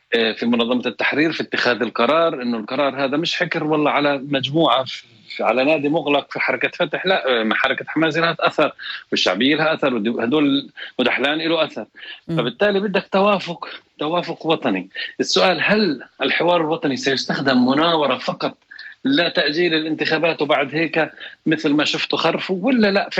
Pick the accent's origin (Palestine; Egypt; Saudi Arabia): Palestine; Tubas, West Bank; بحجم بلدتنا طوباس، أنا من طوباس، مساحتنا بالضبط 365 كيلومتر مربع